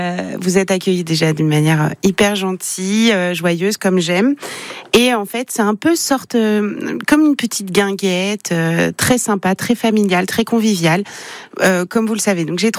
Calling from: Auvergne-Rhône-Alpes, France; Je suis savoyarde.

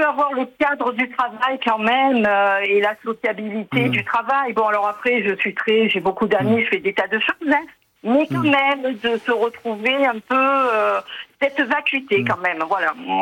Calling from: Marseille, Provence-Alpes-Côte d'Azur, France; J'appelle de Marseille

